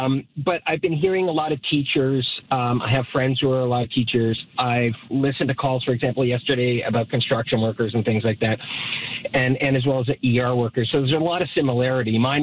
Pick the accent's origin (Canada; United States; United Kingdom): Canada; Toronto, Ontario; So I'm from Toronto, and I'm a humanitarian aid worker.